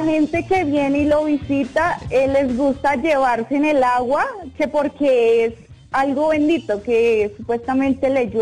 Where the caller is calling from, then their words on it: Florián, Santander, Colombia; Florian Santander.